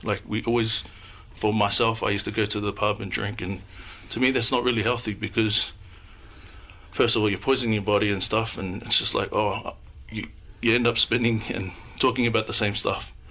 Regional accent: Australia; also born or lived in New Zealand; somebody that's born in New Zealand but raised in Australia

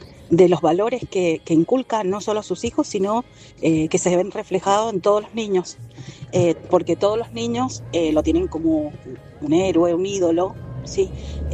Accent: Rivadavia, Mendoza, Argentina; Soy del Este, Rivadavia.

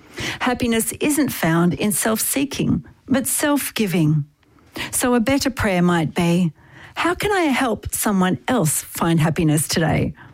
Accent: Australia; A recent study in my home country, Australia, says that we're the unhappiest we've been in 20 years.

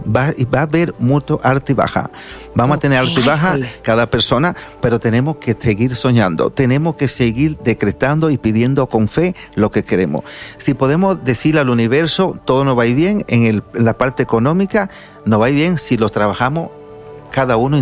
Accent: Dominican Republic; yo vengo de 5 generaciones en la República Dominicana, de donde vengo.

